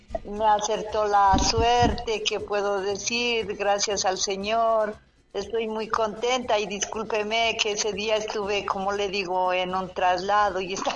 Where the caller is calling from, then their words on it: Tulcán, Carchi, Ecuador; Sí, sí, vine a Ibarra, fui, porque soy de Tulcán